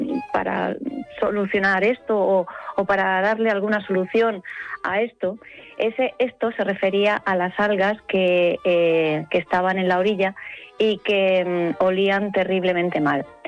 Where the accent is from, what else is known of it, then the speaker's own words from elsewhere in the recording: Murcia, Region of Murcia, Spain; now in Madrid, Spain; soy murciana. Tengo nací en Murcia, crecí toda mi infancia pasando los veranos en los Urrutias, a las orillas del Mar Menor